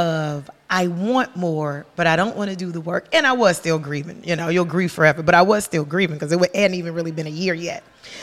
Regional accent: Chicago, Illinois, United States; Now, listen, I'm from Chicago, and which they had nothing to do with it, but I'm from Chicago, and I'm finna blame it on grieving

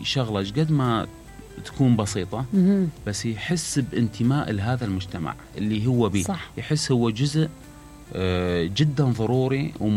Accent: Iraq

